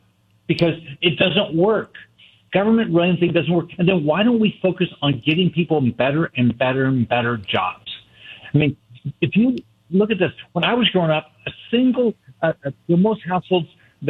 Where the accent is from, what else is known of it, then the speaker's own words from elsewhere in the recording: Midwest, United States; In my lifetime, well, I grew up in the Midwest.